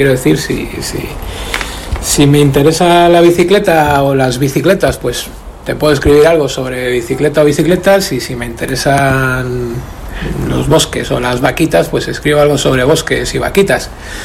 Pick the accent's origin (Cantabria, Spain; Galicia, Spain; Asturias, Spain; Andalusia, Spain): Cantabria, Spain; Torrelavega; born there; yo que soy de Torrelavega, que nací aquí